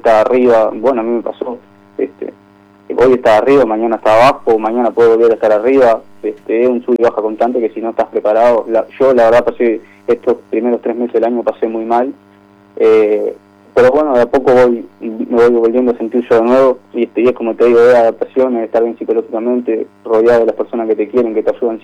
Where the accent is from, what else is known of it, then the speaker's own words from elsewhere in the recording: Montevideo, Uruguay; yo nací en Montevideo, mi madre es de Montevideo, y tenemos la casa ya nuestra donde yo viví siempre.